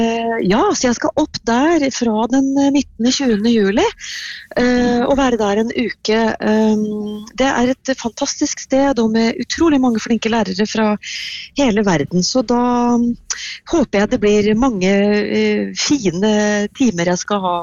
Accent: Østfold, Norway

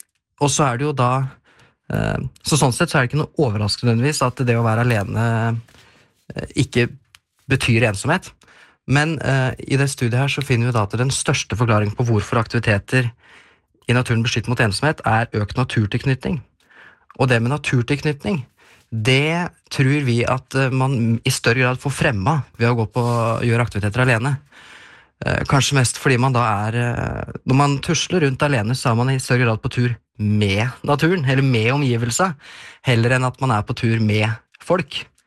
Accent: Løten, Innlandet, Norway; Ja, jeg har jo vokst opp i Mjøsperiferien, kan du kanskje kalle det. Jeg kom fra Løten, så det jo rett øst for... Rett øst for Mjøsa.

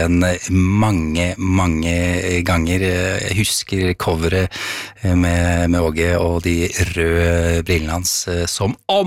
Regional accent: Jessheim, Akershus, Norway; Jessheim, da jeg vokste opp, eller i hvert fall bodde veldig lenge.

